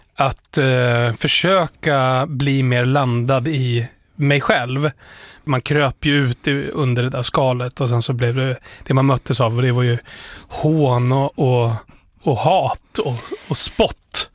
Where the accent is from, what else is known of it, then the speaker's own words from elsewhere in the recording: Uppsala, Uppsala County, Sweden; now in Stockholm, Sweden; jag är ju från Uppsala